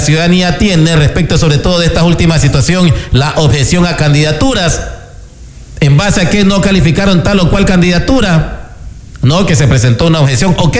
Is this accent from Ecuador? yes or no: yes; Ecuador; el Estado ecuatoriano somos todos los ecuatorianos